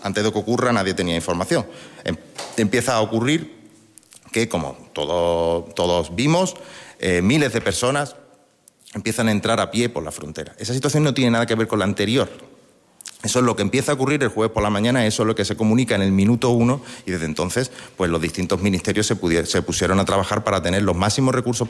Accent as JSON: {"language": "Spanish", "region": "Ceuta", "country": "Spain", "said": "Mire, aparte de representante del Gobierno en Ceuta, soy ceutí"}